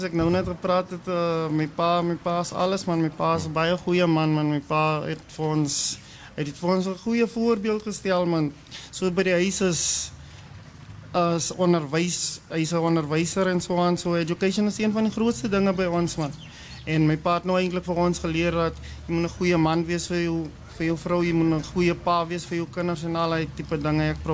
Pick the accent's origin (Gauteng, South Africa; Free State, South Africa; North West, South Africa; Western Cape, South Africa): North West, South Africa; Klerksdorp; ek is van Alabama, man. So'n klein dorp hier in Klerksdorp. En ek moet sê, is die lieflikste plek hier eindelijk